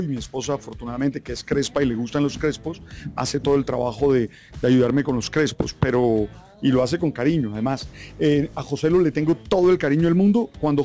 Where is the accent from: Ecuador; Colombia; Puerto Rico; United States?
Colombia; born there; Yo soy uno de esos argentinos que nació en Colombia. Yo amo Colombia, soy colombiano